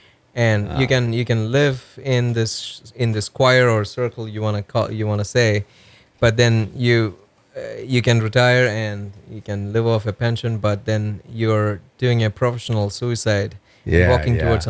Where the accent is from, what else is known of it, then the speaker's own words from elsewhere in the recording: India; moved away; I come from India